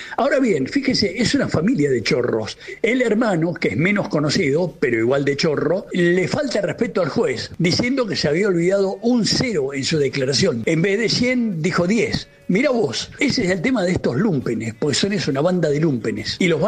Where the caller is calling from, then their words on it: Buenos Aires, Argentina; de Caballito.